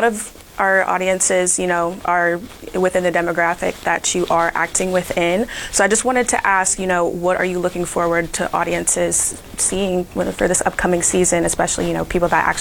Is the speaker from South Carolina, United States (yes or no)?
yes; Charleston, South Carolina, United States; moved away as an adult; I'm from Charleston, South Carolina.